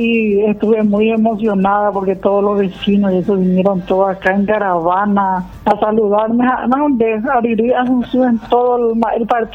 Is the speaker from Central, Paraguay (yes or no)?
yes; Itauguá, Central, Paraguay; nosotros somos de Itagua.